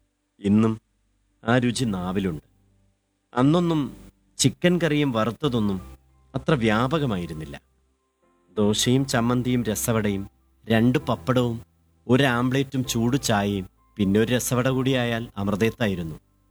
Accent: Thiruvananthapuram, Kerala, India

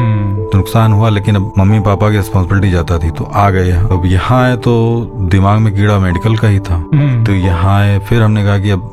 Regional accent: Uttar Pradesh, India; तो हमारा जो इलाका है उधर का वो बाढ़ से बहुत प्रभावित होता है, तरबगंज और करनेलगंज

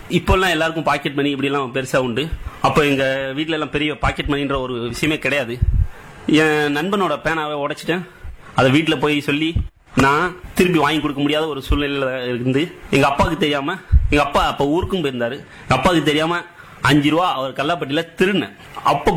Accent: Tamil Nadu, India; என்னோட சொந்த ஊர் விருதுநகர் பக்கத்தில் ஒரு ஸ்மால் வில்லேஜ், 7000 பண்ணை. நான் 1978 வருஷம் பிறந்தேன்.

